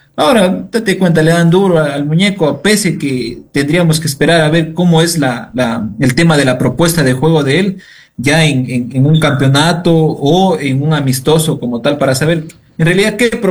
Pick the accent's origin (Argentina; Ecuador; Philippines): Ecuador; uno como ecuatoriano siempre quiere ver a la selección bien